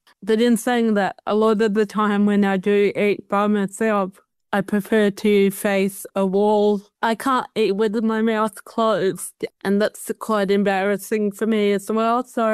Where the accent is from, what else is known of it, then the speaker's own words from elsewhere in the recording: New South Wales, Australia; I mean, I'm from the Hunter Valley, Sam. I love food.